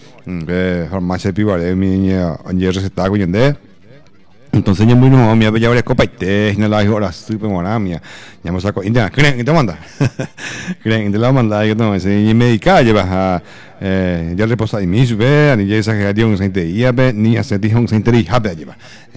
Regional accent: Paraguay

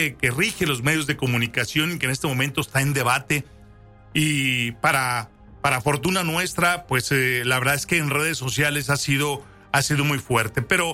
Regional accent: Mexico; es necesario que todos como mexicanos entendamos cómo están pasando todas estas cosas

